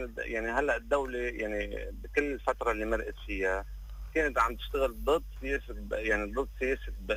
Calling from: Tripoli, North Governorate, Lebanon; من طرابلس.

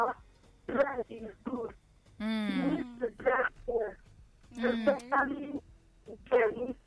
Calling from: Enugu State, Nigeria; I'm calling from Enugu State.

